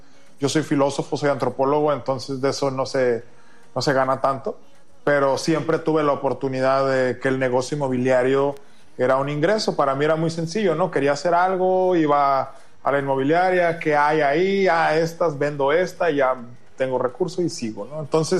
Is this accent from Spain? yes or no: no; Guadalajara, Jalisco, Mexico; Yo soy de Guadalajara, Jalisco, tapatío